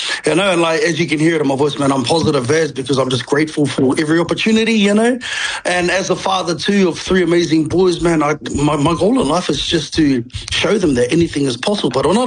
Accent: Gisborne, New Zealand; moved away as an adult; now in Australia; So I'm from the East Coast, Kizzy areas, and we were brought up to be farmers, you know, family shearers.

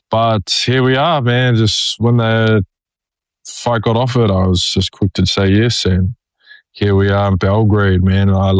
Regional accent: New Zealand; I know a lot of people don't like flying all over, but I think we're from New Zealand, so just used to going all over.

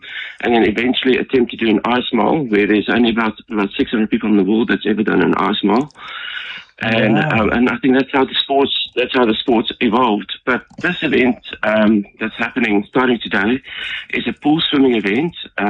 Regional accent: Cape Town, Western Cape, South Africa; I'm not French, as you think. If you look at my name, I'm just a plain South African. I'm from Cape Town.

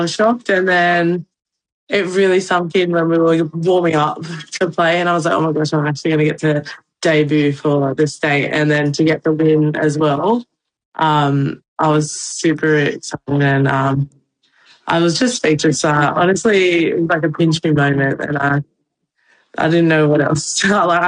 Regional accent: New South Wales, Australia; born there; I was born in New South Wales

